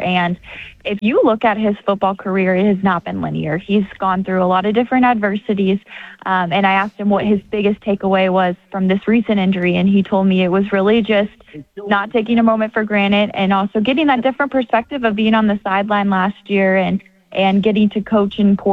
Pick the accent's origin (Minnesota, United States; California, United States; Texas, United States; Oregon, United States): Texas, United States; Dallas; now in Tucson, United States; I am from Dallas